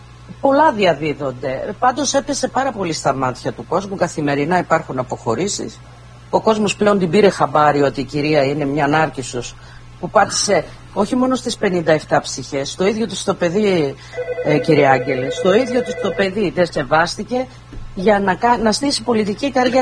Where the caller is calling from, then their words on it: Eastern Macedonia and Thrace, Greece; Στη Θράκη επάνω έχουμε γεμίσει. Πήγα στο χωριό μου